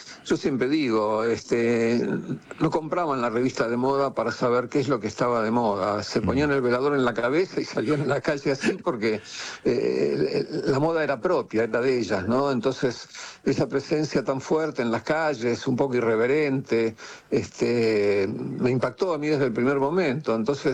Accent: Argentina; moved away as an adult; now in New York, United States; Mira, yo me fui muchas veces de la Argentina. La primera fue cuando terminé el secundario, en el año 69. Y después, bueno, viajé por Europa, estuve en la India, volví a la Argentina. Y después me fui definitivamente en el año 79

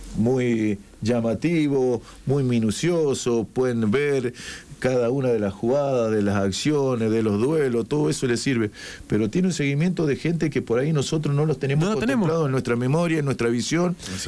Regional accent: Argentina; lo que somos apasionados los argentinos

